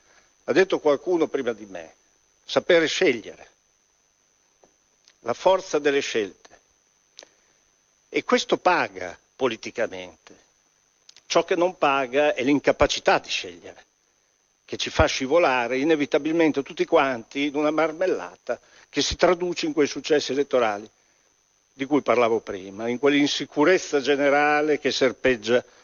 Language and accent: Italian; Molinella, Emilia-Romagna, Italy; io vengo da Molinello, un comune della provincia di Bologna